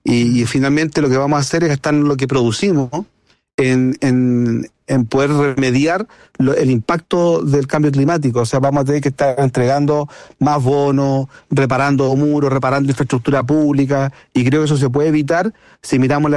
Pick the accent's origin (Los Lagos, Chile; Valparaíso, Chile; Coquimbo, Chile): Valparaíso, Chile; Concón; yo nací en Concón cuando Concón era parte de Viña del Mar. Ya. Éramos una delegación.